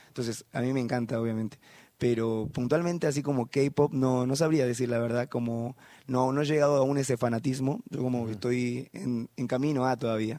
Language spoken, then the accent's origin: Spanish; Argentina; yo les decía que disculpe porque acá en Latinoamérica, como en Argentina